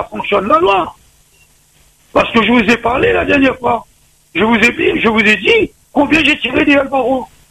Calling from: Réunion; Je suis ici à La Réunion.

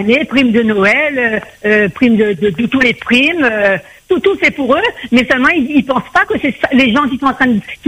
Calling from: France; comme on est français

